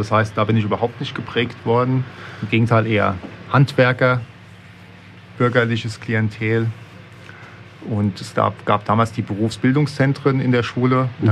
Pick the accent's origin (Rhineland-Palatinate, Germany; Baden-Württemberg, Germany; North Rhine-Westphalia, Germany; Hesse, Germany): Hesse, Germany; Rüsselsheim; now in Raunheim, Germany; dementsprechend war dann mein Schulgang, mein Kindergarten zuvor in Rüsselsheim gewesen, aufgewachsen, groß geworden in Rüsselsheim. Und dann wegen der Heirat im Jahr 2001 nach Raunheim gezogen.